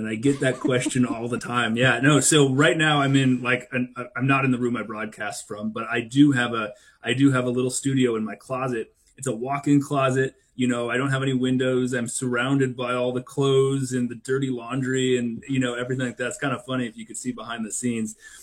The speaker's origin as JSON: {"language": "English", "region": "Arizona", "country": "United States", "said": "And I'll tell you what, I'm from Arizona. I had never been on a glacier before."}